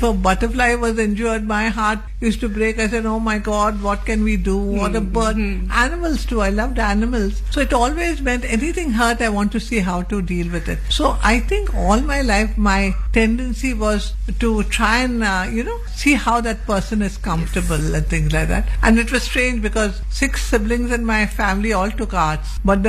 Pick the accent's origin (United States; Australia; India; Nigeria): India; Karnataka; they were surprised that I could even speak English because I came from Karnataka, you know, wondering which part I came from.